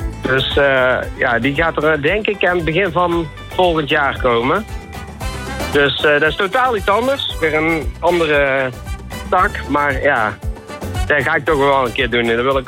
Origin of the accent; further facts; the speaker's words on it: Reusel, North Brabant, Netherlands; ik woon nog niet zo ver vandaan. Dus ik kom uit Reuzel.